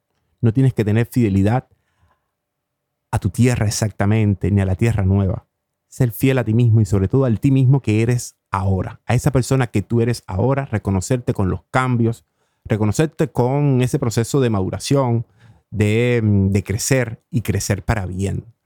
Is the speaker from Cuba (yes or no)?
yes; Cuba; habla que te habla como buen cubano